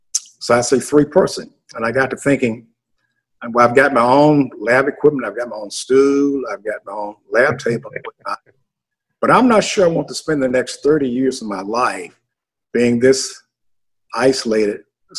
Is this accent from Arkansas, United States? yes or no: yes; Arkansas, United States; moved away as an adult; Growing up in Arkansas